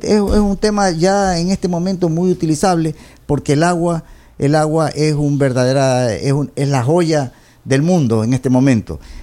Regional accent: Manta, Manabí, Ecuador; los que somos de Manta

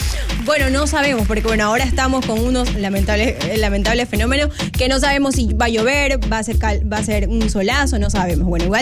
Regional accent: Ecuador; Lo bueno es que siempre como ecuatorianos nos levantamos.

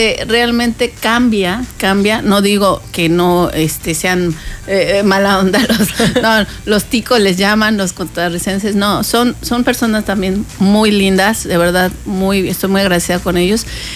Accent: Mexico; Nosotros como mexicanas y mexicanos

